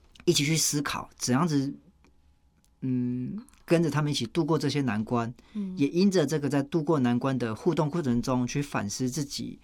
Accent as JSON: {"language": "Chinese", "country": "Taiwan", "said": "作为一个台湾人"}